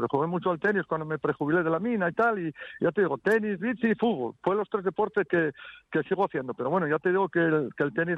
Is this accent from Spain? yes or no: yes; Turón, Asturias, Spain; Yo soy de Turón, un pueblo de al lado de Mieres, un pueblo minero.